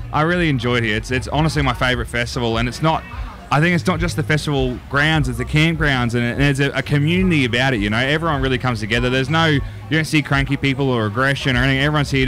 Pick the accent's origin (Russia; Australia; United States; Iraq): Australia; I'm born and raised in that area. Just a bit of a blocky, I suppose you call it. We've always had a bit of cows and chicken and sheep to enough to fill up the freezer.